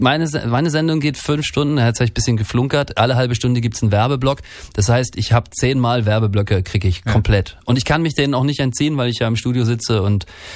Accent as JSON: {"language": "German", "region": "Northern Germany", "country": "Germany"}